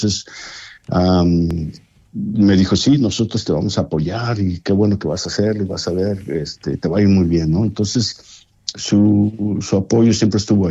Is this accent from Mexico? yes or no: yes; Mexico; moved away; la comunidad mexicana que tenía desde hace años, hace de 40 años, éramos como 15 mexicanos acá